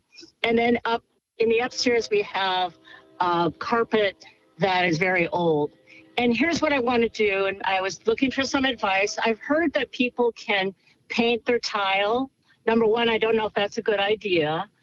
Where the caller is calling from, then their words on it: Hanford, California, United States; I'm calling from Hanford, California.